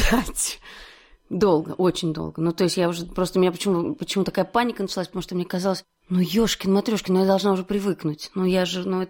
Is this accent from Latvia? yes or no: yes; Latvia; moved away as an adult; also born or lived in Moscow; я латышка, иностранная гражданка